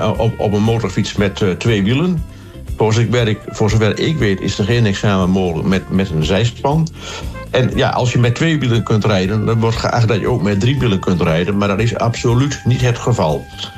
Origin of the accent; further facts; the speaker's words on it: Enter, Overijssel, Netherlands; En wij komen uit Enter, dus de Enterrun.